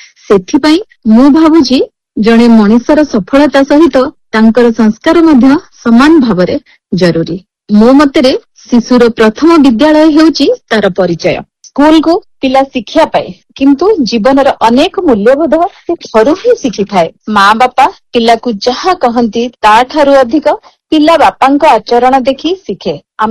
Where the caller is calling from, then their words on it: Cuttack, Odisha, India; ମୁଁ ଜଣେ ଆଇନଜୀବୀ, ମୁଁ କଟକରୁ କହୁଛି।